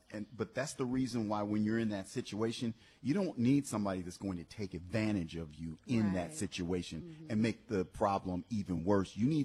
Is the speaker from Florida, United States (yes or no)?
no; Chicago, Illinois, United States; now in Detroit, United States; I'm from Chicago. And so where I grew up, I mean, you could catch the bus anywhere.